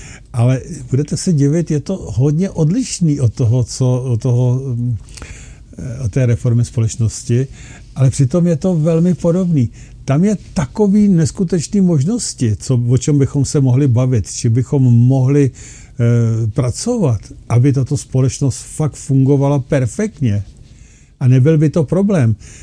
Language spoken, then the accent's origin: Czech; Plzeň, Plzeň Region, Czechia; říká, že odkud jsem, já jsem říkal z Plzně, on je z Prahy